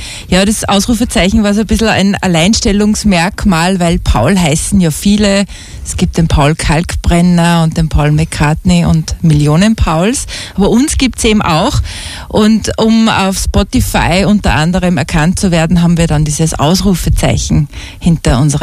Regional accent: Upper Austria, Austria; also wir kommen aus Oberösterreich, aus dem Großraum Steyr.

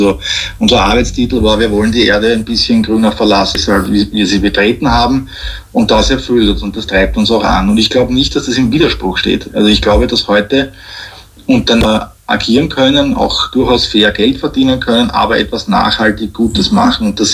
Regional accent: Austria; Nein, wir kommen ja aus Österreich

